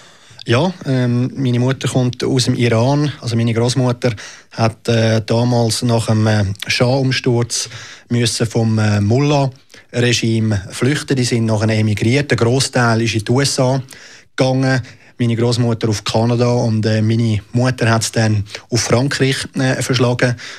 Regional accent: Aargau, Switzerland; also born or lived in Zurich / Kilchberg / Affoltern am Albis; ich bin hier in Zürich geboren, Kilchberg aufgewachsen, dann in Affoltern an einem Albis und dann haben die Eltern entschieden, in Aargau zu zügeln.

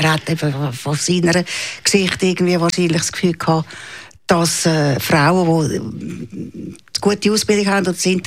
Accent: Zurich, Switzerland; also born or lived in Baden / Wettingen; Ich bin am Zürichberg aufgewachsen. Zuerst in Uitico in Waldeck, dann in Baden.

